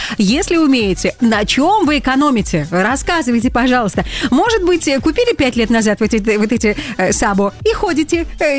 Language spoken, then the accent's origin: Russian; Belarus; мы с вами, белорусы